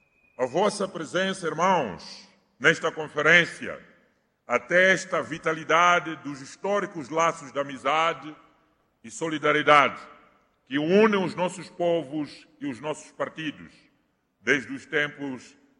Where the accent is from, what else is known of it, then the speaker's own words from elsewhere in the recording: Mozambique; unidos na diversidade, devemos continuar juntos como irmãos moçambicanos